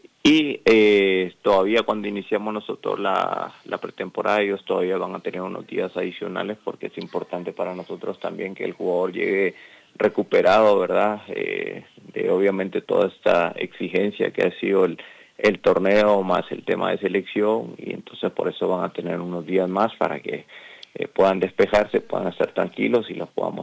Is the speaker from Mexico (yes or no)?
no; Guatemala; born there; also born or lived in Nicaragua; prácticamente estoy cumpliendo 50 años de estar en Guatemala, toda una vida acá. Vine de muy pequeño